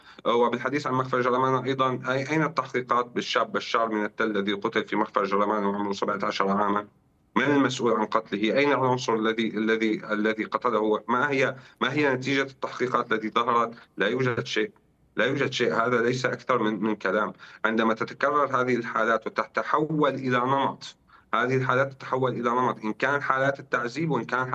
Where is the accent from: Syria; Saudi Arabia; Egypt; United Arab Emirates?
Syria; ولا نرى نحن كسوريين